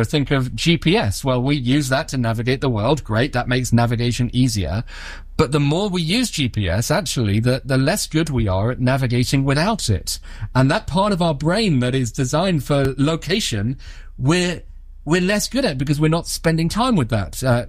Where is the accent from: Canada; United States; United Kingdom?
United Kingdom; And then because I'm British, I finished by saying thank you, to AI